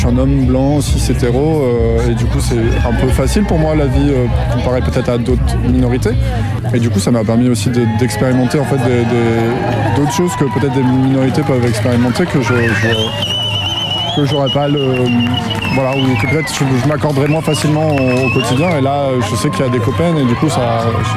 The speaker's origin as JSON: {"language": "French", "town": "Chalais", "region": "Nouvelle-Aquitaine", "country": "France", "said": "Je viens de Chalais, en Dordogne du coup. non loin de Narbal, à une petite demi-heure d'ici."}